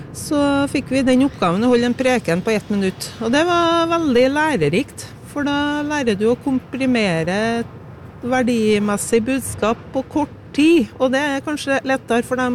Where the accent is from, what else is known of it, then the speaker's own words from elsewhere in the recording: Trøndelag, Norway; Ja, der det 60-70 innbyggere, der jeg kommer fra da, det hjemgården min, så det en trønders gårdsbruk.